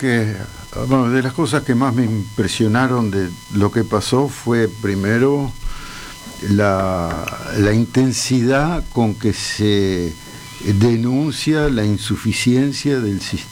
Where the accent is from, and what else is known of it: Uruguay